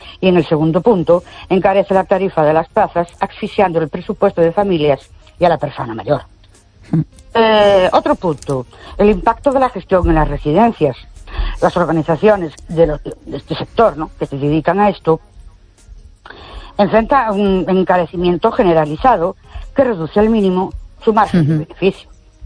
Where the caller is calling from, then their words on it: Ourense, Galicia, Spain; Buenas noches … de Ourense.